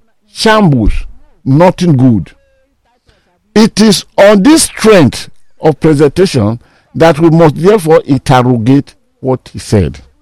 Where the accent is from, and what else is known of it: Nigeria